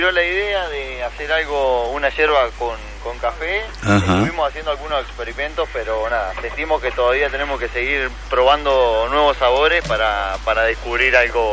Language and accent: Spanish; Bolívar, Buenos Aires Province, Argentina; Camila y yo somos de acá de Bolívar.